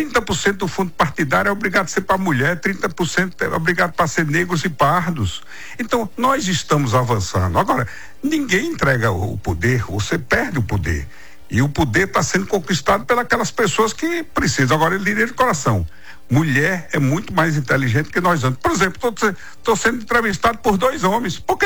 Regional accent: Antas, Bahia, Brazil; Você imagina um cara da roça aí de Antas

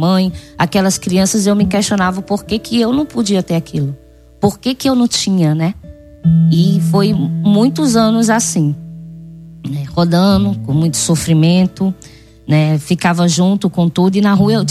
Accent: Fortaleza, Ceará, Brazil; born there; Eu nasci aqui em Fortaleza, Ceará

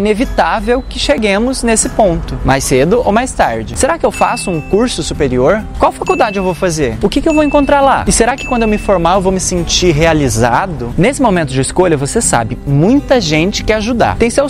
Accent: Cuiabá, Mato Grosso, Brazil; Parem de zoar meu sotaque, por gentileza. Eu sou cuiabano.

